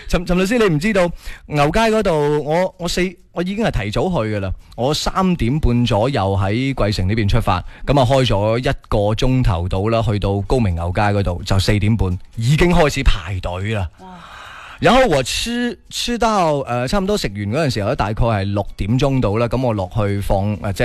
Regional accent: Guangdong, China; 因为食嘢都好啱我哋广东人胃口嘅噃。

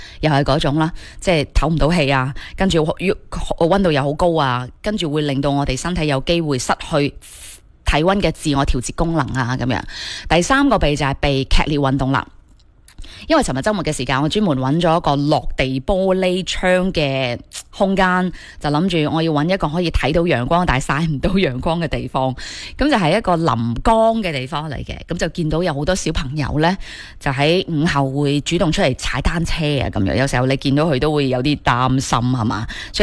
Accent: Guangdong, China; 我哋广东人都好智慧嘅。

